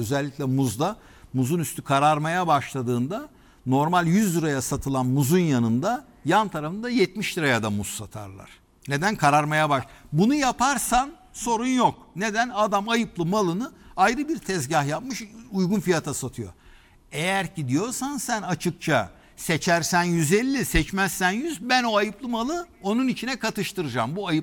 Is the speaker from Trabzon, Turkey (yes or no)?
no; Kepsut, Balıkesir, Turkey; born there; Doğduğum yer olan Kepsut'ta da bütün arkadaşlarım şehadet ederler yani bu işe.